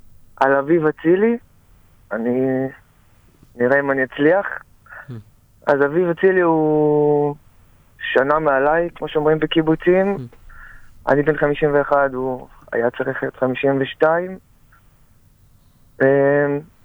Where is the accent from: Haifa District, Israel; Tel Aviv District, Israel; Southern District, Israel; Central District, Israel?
Southern District, Israel; Nir Oz; אני בן קיבוץ ניר עוז